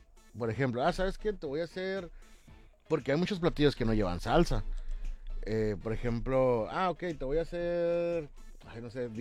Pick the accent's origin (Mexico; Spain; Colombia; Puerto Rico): Mexico; Yo creo que la salsa nos da la identidad como mexicanos.